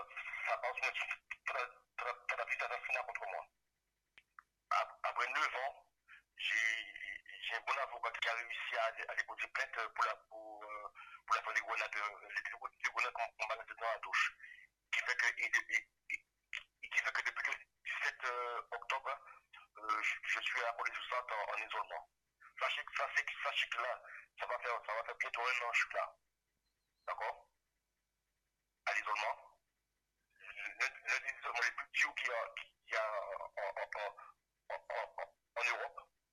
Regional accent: Guadeloupe; now in France; moi je suis un Guadeloupéen et j'ai le mental.

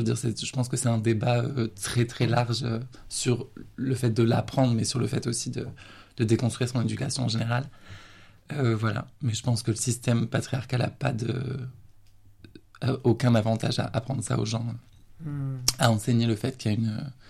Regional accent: Arras, Hauts-de-France, France; moved away as an adult; Moi, je viens du Pas-de-Calais, donc je suis partie d'Arras.

